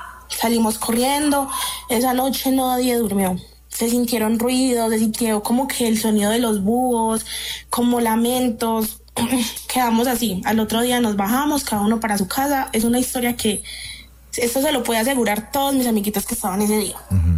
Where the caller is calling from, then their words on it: Medellín, Antioquia, Colombia; Desde la ciudad de Medellín.